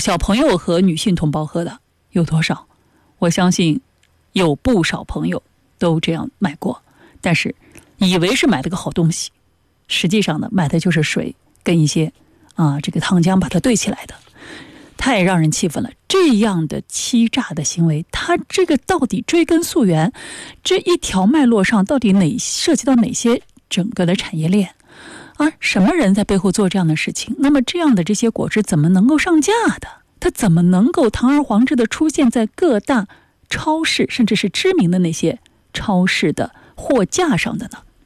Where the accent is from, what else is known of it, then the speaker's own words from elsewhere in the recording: Jiangsu, China; 我们江苏这边的一些精品民宿真的是档次还是比较高的啊。